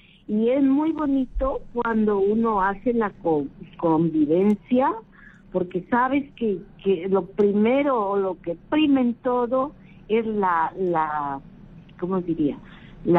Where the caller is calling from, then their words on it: Chepén, La Libertad, Peru; Estoy llamando de Chepén.